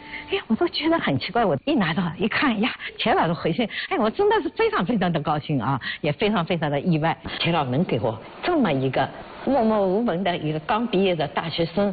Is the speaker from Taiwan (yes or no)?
no; China; 看看我们中国人真的站起来了。